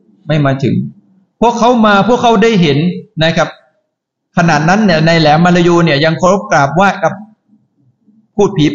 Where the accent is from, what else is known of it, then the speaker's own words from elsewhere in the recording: Songkhla, Thailand; moved away as an adult; now in Bangkok, Thailand; เกิดที่สงขลาเติบโตที่สงขลา